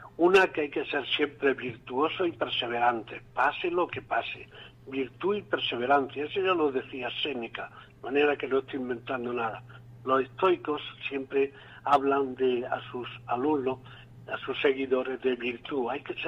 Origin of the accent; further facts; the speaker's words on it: Begíjar, Andalusia, Spain; Pertenezco a un grupo de teatro de aquí, de Vejijas, de mi pueblo